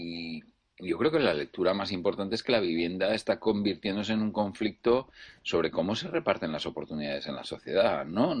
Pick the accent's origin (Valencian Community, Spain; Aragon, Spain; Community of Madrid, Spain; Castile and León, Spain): Aragon, Spain; Zaragoza; moved away; si yo volviera a mi ciudad natal, que es Zaragoza, yo desearía vivir donde había vivido toda mi vida